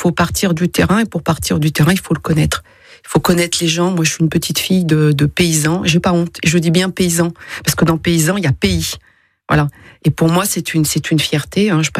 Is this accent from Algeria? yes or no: no; Provence-Alpes-Côte d'Azur, France; moved away as an adult; now in Sarrian, France; J'ai habité 28 ans à Montfavet et j'en suis partie à 5 ans parce que je reconnaissais plus mon village au départ. Et maintenant, c'est un quartier d'Avignon. Voilà. Et j'habite à Sarrian, où je suis très bien.